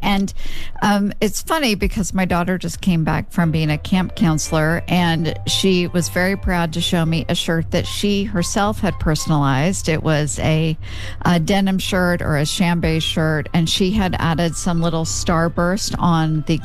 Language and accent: English; Oklahoma, United States; moved away; growing up in Oklahoma